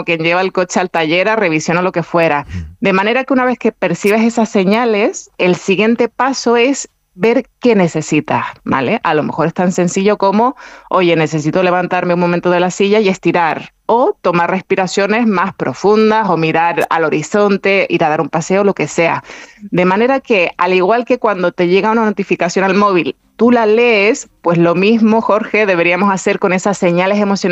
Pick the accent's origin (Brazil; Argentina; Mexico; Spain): Spain; Canary Islands; accent: Canarian; que yo soy con mi canario, me sale pozo